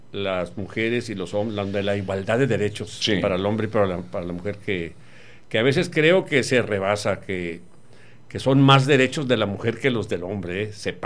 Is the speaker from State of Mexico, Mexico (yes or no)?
no; Tijuana, Baja California, Mexico; somos nosotros, los de Tijuana